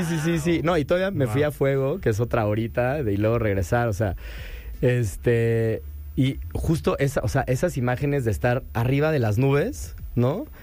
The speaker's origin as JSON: {"language": "Spanish", "country": "Mexico", "accent": "Mexican", "said": "que lo primero que te digan, ¡ajá, mexicano!, ¿no? Nada más porque te agarran en corte el acento."}